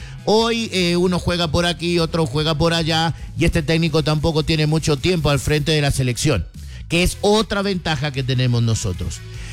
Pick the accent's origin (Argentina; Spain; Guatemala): Guatemala; como somos los guatemaltecos.